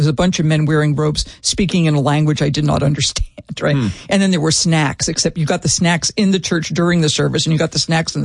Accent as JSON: {"language": "English", "town": "North Dartmouth", "region": "Massachusetts", "country": "United States", "tie": "born or raised there"}